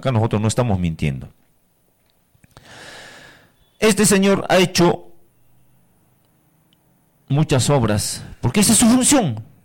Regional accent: Peru; Vengo de Huamampam, profesora, ¿de dónde voy a venir?

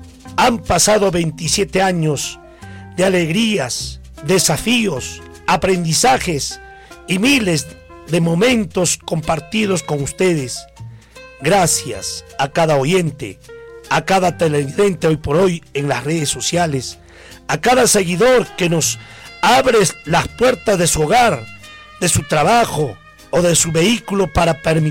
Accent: Peru; Somos bien peruanos, pues.

